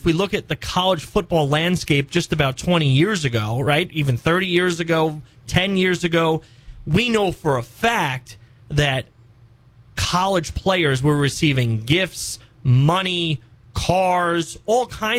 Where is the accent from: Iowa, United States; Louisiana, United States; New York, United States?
New York, United States; New York City; moved away; I grew up in Ozone Park, Queens, New York